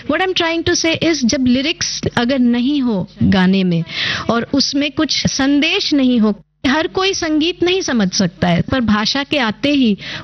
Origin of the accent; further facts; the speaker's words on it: Bihar, India; और हम क्योंकि बिहार से हैं और हम बहुत छोटे थे जब हम उनके लिखे गाने सुनते थे और फिर बड़े हुए और भोजपुरी के उनके गाने हमने भी कवर किए